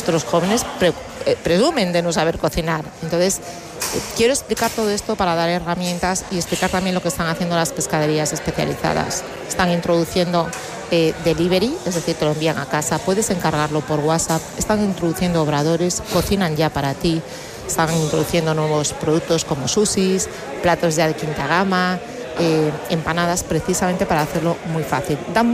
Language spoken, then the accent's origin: Spanish; Galicia, Spain; como comentaba, yo que soy gallega